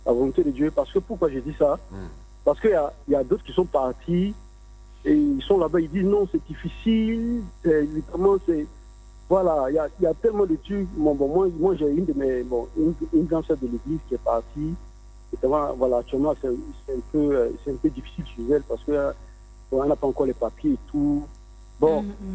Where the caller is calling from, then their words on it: Abidjan, Côte d’Ivoire; je vous appelle dans la commune de Cocody.